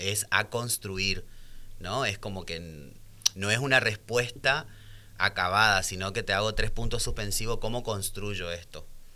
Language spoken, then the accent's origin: Spanish; Chaco, Argentina; now in Santa Fe, Argentina; yo soy de Chaco.